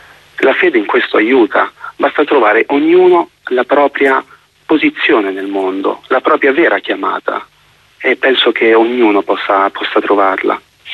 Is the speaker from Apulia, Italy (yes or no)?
yes; Apulia, Italy; moved away as an adult; io facevo teatro con i miei amici nel mio paese, in provincia di Bari.